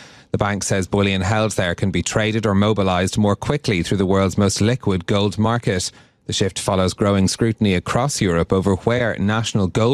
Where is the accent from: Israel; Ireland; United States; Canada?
Ireland; Oh, I mean, I'm an Irish, so I feel guilty about everything, as famously Oscar Wilde said.